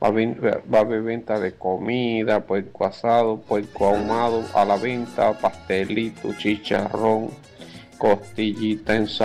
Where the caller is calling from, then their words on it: Las Tablas, Los Santos, Panama; mi pueblo de Panamá, pueblo de Macaraca y de todos los alrededores. Allá cerca a mi casa en Bayano Las Tablas